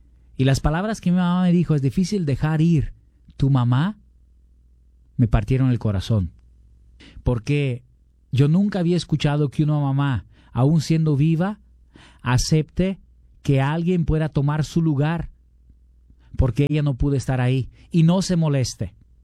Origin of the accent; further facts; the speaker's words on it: Brazil; Yo crecí en Brasil, soy un padre misionero para los migrantes